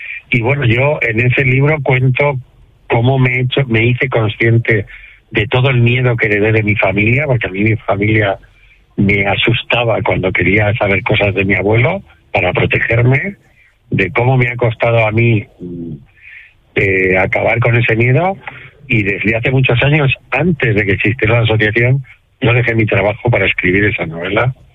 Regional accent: Pamplona, Navarre, Spain; also born or lived in Pereje, León; cuando yo nací en Navarra, iba los veranos a Pereje

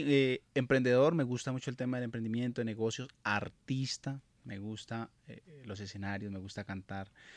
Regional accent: Jambaló, Cauca, Colombia; moved away as an adult; now in Valle del Cauca, Colombia; Actualmente estamos ubicados en el Valle por todo el tema artístico. Soy del municipio de Jambaló, también de Tierra Fría.

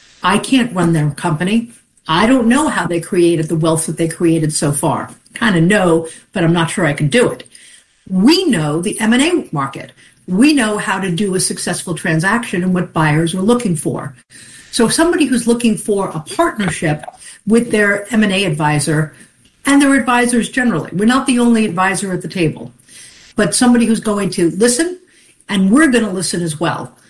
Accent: Long Island, New York, United States; I'm a kid from Long Island

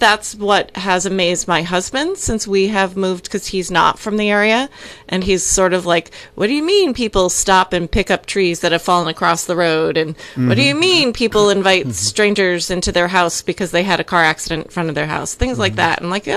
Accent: Woodstock, United States; I grew up in South Woodstock, moved out of town for 25 years.

